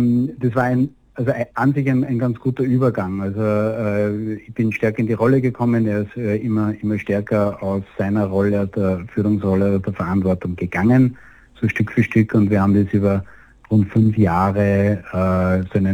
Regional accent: Lower Austria, Austria; Ich bin im Waldviertel aufgewachsen, in der Tischlerei groß geworden.

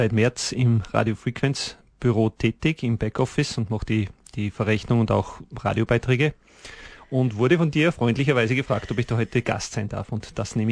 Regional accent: Bad Aussee, Styria, Austria; Also ich pendel jeden Tag von Bad Aussee rein, bin aus Bad Aussee.

